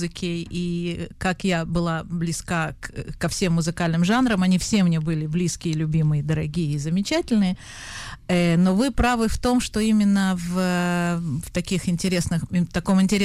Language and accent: Russian; Moscow, Russia; я из Москвы